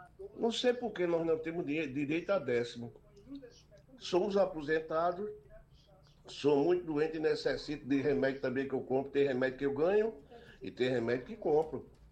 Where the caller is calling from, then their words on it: Limoeiro, Pernambuco, Brazil; Boa tarde, ouvintes da Jornal FM 99.5, Limoeiro, Pernambuco. … aqui da subestação.